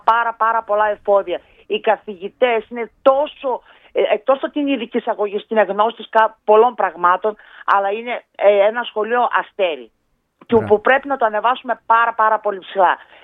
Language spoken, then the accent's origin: Greek; Didymoteicho, Eastern Macedonia and Thrace, Greece; Είμαι μία μητέρα από το Δημότυχο.